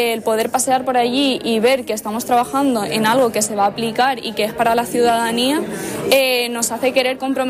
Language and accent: Spanish; Tenerife, Canary Islands, Spain; yo soy de Tenerife, pero vivimos aquí